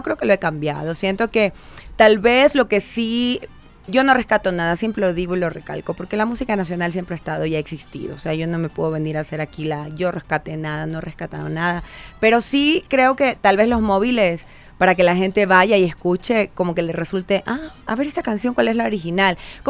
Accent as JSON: {"language": "Spanish", "region": "Manabí", "country": "Ecuador", "said": "yo vengo de Manabí"}